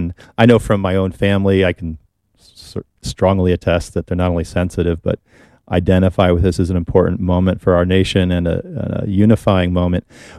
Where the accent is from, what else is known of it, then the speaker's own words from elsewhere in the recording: New Jersey, United States; I was actually in Minneapolis. I'm from New Jersey. I was working in Midtown Manhattan at the time.